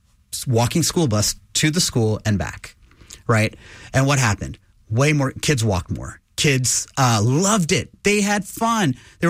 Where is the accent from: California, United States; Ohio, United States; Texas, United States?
Texas, United States; Lake Jackson; A lot of parents will say, that's how I grew up, which is how I grew up in Lake Jackson, Texas.